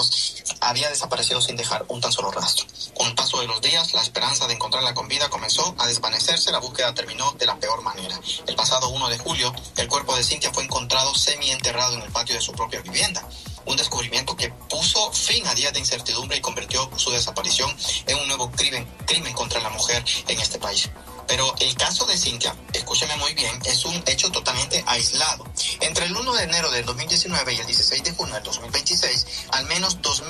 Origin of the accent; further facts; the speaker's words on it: Honduras; lo digo como hondureño, como periodista